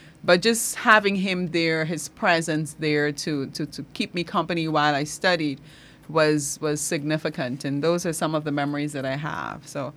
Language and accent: English; Matthews Ridge, Barima-Waini, Guyana; I grew up in Matthews Ridge, which is region number one.